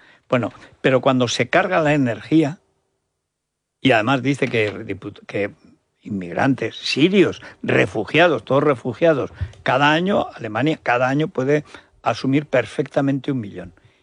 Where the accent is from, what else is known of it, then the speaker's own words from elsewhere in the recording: Orihuela del Tremedal, Aragon, Spain; no así en Teruel, en mi pueblo.